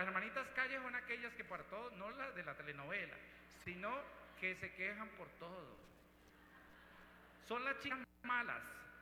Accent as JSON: {"language": "Spanish", "country": "Colombia", "said": "como decimos en Colombia, con caché."}